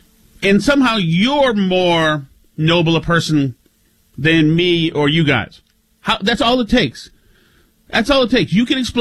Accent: Winchester, Massachusetts, United States; I grew up in Winchester, Mass., home of the Winchester Sachems.

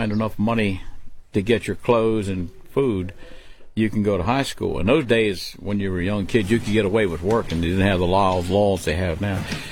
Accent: Maryland, United States; I was born and raised in Maryland, and we lived in an urban area, and you didn't have any, most of anyone didn't have any money in those days, but you could hunt and fish

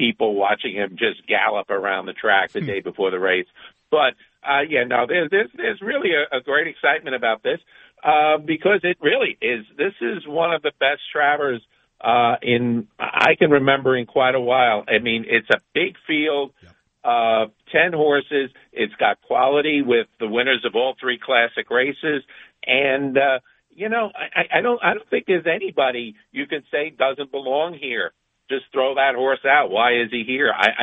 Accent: New York, United States; I'm a Queens Village born and bred.

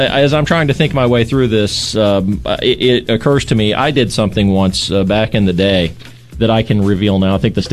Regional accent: Randolph County, West Virginia, United States; when I was a kid growing up on Point Mountain deep in the heart of Randolph County.

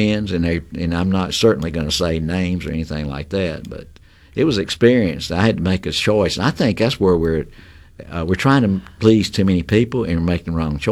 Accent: Jackson, Mississippi, United States; I grew up in South Jackson

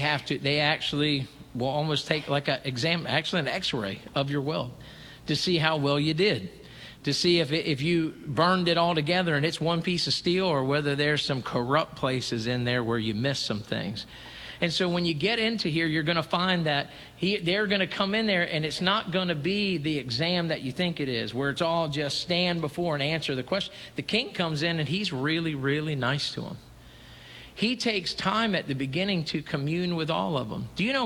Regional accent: United States; I'm just telling you who I am. I'm an American and I'm free

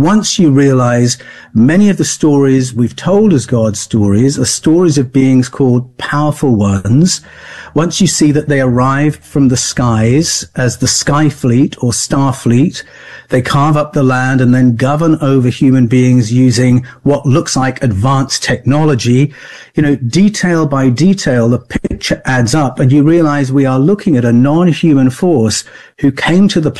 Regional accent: Australia; He is an Italian agnostic. I'm an Australian.

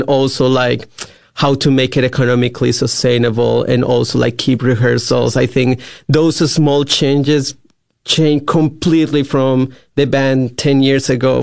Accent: Colombia; I went into Colombia. Mm-hmm. I grew up in Colombia. And we stayed in Medellin during the pandemic

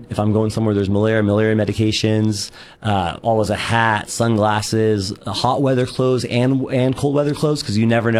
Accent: United States; I'm from America and I love the U.S. and I'm proud to be American.

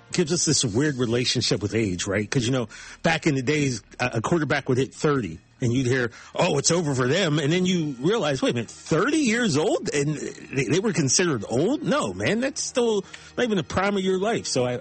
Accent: Pennsylvania, United States; My whole life. I'm from Pennsylvania.

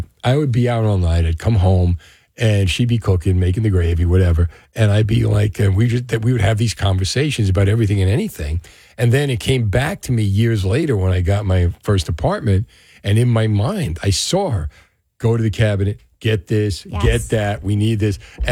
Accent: Union City, New Jersey, United States; being a kid, growing up in Union City

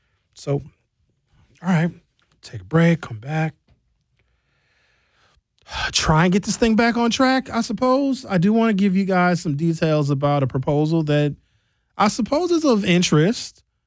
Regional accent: United States; So a felt hat, and then no one will know that I'm from America. They'll think I'm from somewhere else.

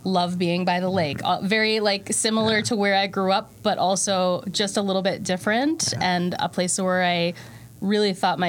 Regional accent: Evanston, Illinois, United States; now in Milwaukee, United States; So I am from the Chicago area originally, from Evanston, Illinois.

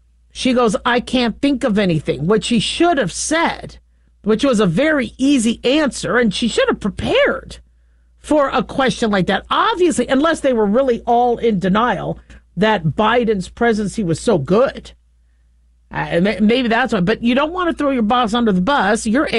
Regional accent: California, United States; Now it's a shame because I'm from California

